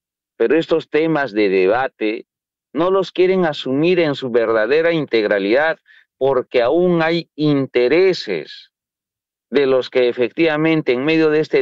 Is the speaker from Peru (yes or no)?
yes; Peru; quienes nos lo dieron la lección son nuestros padres, los incas